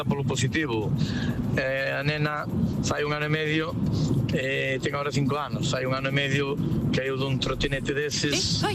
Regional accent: Palas de Rei, Galicia, Spain; now in Porto, Portugal; Hola, rapaces. … de Palas.

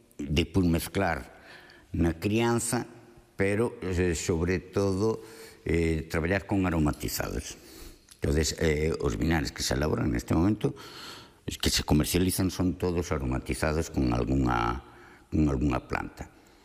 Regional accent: Galicia, Spain; o feito de chamar vinagres do Ribeiro é porque eu son do Ribeiro. E a minha palabra Ribeiro ten moito valor e moito significado. Eu nací nun pobo

